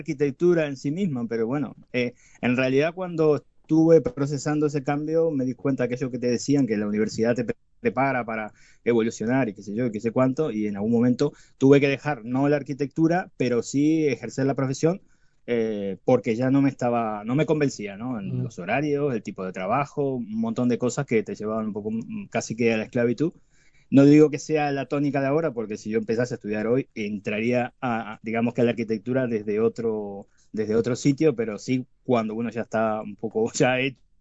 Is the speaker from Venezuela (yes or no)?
no; Juan Lacaze, Colonia, Uruguay; moved away as an adult; also born or lived in Rosario, Uruguay; now in Seville, Spain; yo soy de Rosario, pero a los 3 años me fui a vivir a Juan Lacase, así que me puedo considerar sabalero de ley.